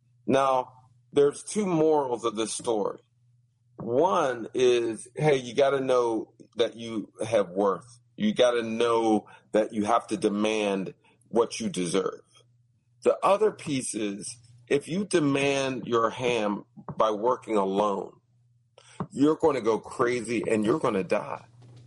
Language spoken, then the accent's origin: English; Pittsburgh, Pennsylvania, United States; I'm originally from Pittsburgh.